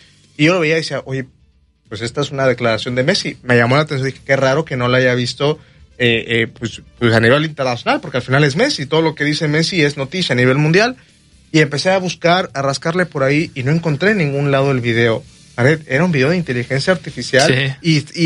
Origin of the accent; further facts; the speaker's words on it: Mexico; Yo entiendo que a lo mejor nosotros como aficionados mexicanos no tenemos muchos argumentos para ponernos a debatir de fútbol con los argentinos